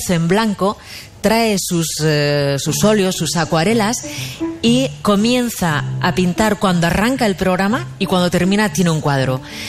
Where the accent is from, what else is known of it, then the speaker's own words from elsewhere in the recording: Madrid, Community of Madrid, Spain; born there; Casi nadie, incluso los que somos nacidos en Madrid, sí, que hemos pasado poco. Mil veces por aquí